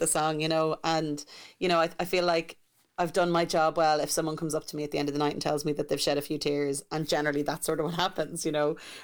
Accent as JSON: {"language": "English", "town": "Carrickmacross", "region": "County Monaghan", "country": "Ireland", "tie": "born or raised there", "said": "Yeah, so I grew up in Carrickmacross, County Monaghan, just south of the border in Ireland."}